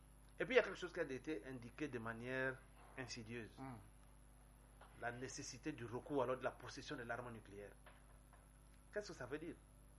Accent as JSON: {"language": "French", "country": "Cameroon", "said": "Ah, tu leur dis non, moi je suis Camerounais, toi tu es Africaine d'où?"}